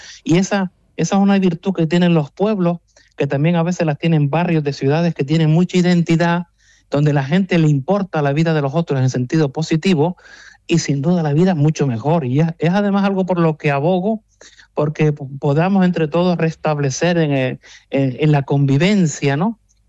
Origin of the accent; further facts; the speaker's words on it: Valsequillo de Gran Canaria, Canary Islands, Spain; ha sido el lugar donde he nacido, me he criado y ha sido una convivencia que la experimento, la valoro muy positivamente y por eso soy muy orgulloso de mi pueblo.